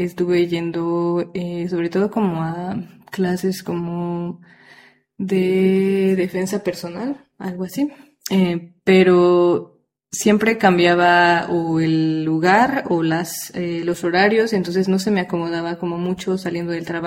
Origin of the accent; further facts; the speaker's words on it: Mexico; now in Denmark; Como mantener como también México dentro de mí, ¿no? O sea, como las raíces, la música, el baile, el vestuario, todo.